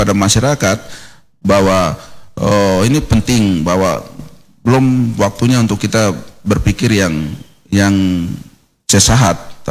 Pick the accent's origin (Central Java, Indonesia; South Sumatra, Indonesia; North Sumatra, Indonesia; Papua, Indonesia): Papua, Indonesia; kita orang Papua